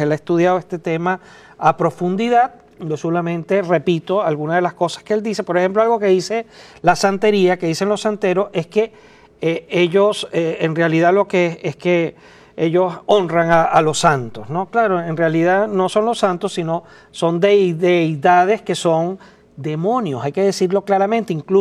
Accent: Venezuela; now in United States; Por ejemplo, aquí en los Estados Unidos, donde en la zona de la Florida, en el Caribe, en mi país, en Venezuela

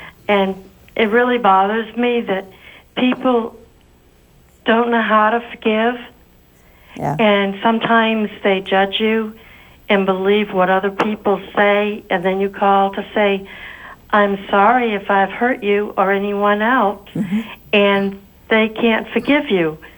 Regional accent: Portsmouth, New Hampshire, United States; I'm from Portsmouth, New Hampshire.

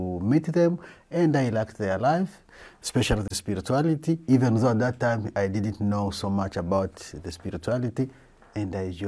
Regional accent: North Kivu, DR Congo; moved away; also born or lived in Goma; I grew up in Katamamba. My secondary school, I did it in Goma. In Goma, Goma is the city, as I said, it bordering Rwanda.

